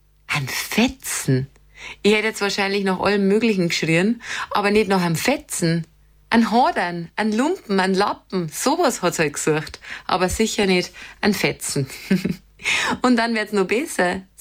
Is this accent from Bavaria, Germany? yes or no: yes; Bavaria, Germany; accent: Bavarian; Aber irgendwie liebe ich genau deswegen unseren Dialekt.